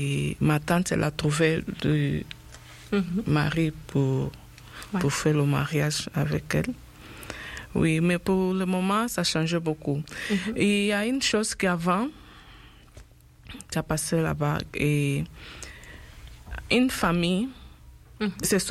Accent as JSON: {"language": "French", "country": "Angola", "moved": "yes", "said": "chez nous, en Angola"}